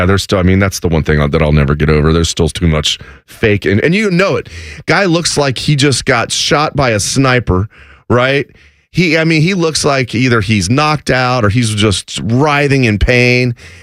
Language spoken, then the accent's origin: English; United States; as an American fan